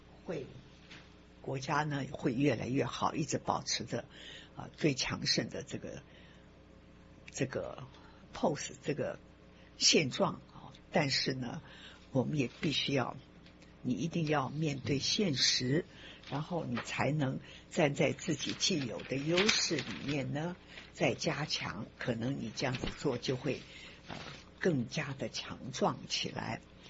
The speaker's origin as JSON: {"language": "Chinese", "country": "Taiwan", "said": "因为我来自台湾，我们知道台湾非常有名的裕隆汽车"}